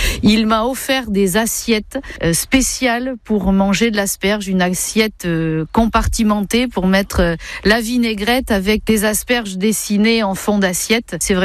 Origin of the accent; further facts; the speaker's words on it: Bordeaux, Nouvelle-Aquitaine, France; born there; j'ai 53 ans, je suis née à Bordeaux et maintenant productrice d'asperges sur Reignac-de-Blaye